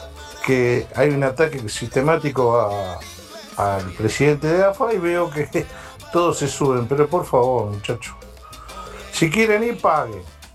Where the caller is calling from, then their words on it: San Antonio de Padua, Buenos Aires Province, Argentina; de San Antonio de Padua.